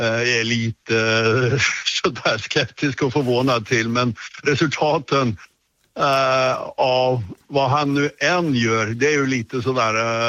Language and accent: Swedish; Norway; det enda matchen det inte var möjligt att få biljett till som norrman var Sverige mot Holland